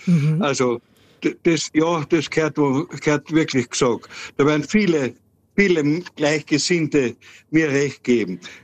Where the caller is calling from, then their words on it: Carinthia, Austria; Deswegen sind wir Kärntner so stolz